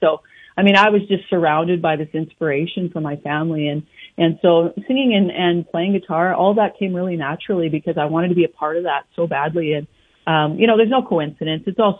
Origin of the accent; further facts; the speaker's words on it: the Prairies, Canada; Yeah, I grew up in the southwest corner of our province here, on a cattle grain farm. So I was a country girl through and through.